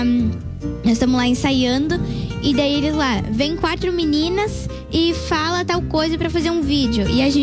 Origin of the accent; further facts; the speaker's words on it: Nova Bréscia, Rio Grande do Sul, Brazil; Eu sou de Nova Brécia.